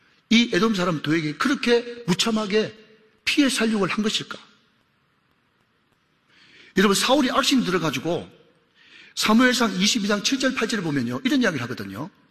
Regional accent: South Korea; 저도 한국 사람이지만

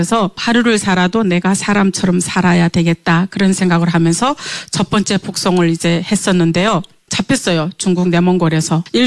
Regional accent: North Korea; moved away as an adult; 그래서 딸이 생일 전날에 이제 두 번째 이제 탈북을 했어요.

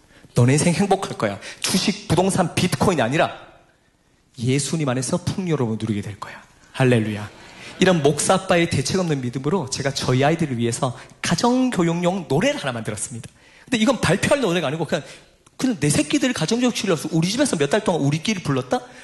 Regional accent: Daegu, South Korea; 저희 고향이 대구인데

